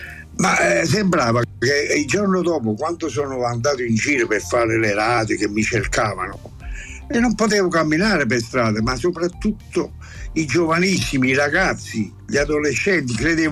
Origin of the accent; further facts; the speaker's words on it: Naples, Campania, Italy; accent: Neapolitan; Quando io penso qualcosa, io penso in napoletano. Sempre. E per non perdere l'accento, mi metto davanti allo specchio e parlo in dialetto.